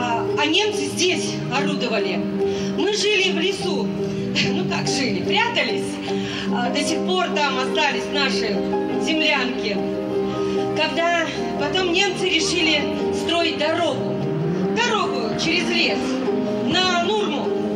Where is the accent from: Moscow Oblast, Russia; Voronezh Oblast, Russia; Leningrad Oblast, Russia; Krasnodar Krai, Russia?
Leningrad Oblast, Russia; Tosno; Я коренной житель Тосна.